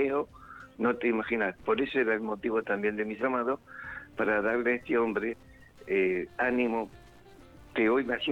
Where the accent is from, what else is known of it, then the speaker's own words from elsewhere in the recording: Burzaco, Buenos Aires Province, Argentina; born there; Pero yo soy nacido en Bursaco.